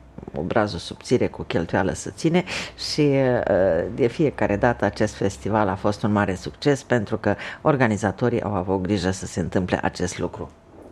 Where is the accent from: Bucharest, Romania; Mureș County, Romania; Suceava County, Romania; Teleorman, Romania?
Suceava County, Romania; moved away